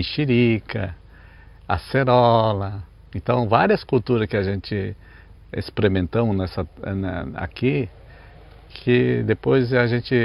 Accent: Itapecerica da Serra, São Paulo, Brazil; moved away; Viemos do município de Itapecerica da Serra, né, em São Paulo. Um bairro chamado Aldeinha, a gente morava lá.

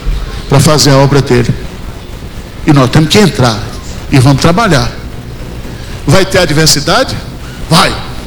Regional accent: Bahia, Brazil; eu que sou baiano

